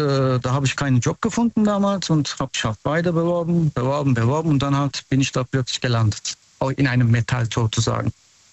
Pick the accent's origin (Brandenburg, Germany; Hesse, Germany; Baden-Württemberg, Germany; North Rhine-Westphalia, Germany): Baden-Württemberg, Germany; Mannheim; Aus Mannheim.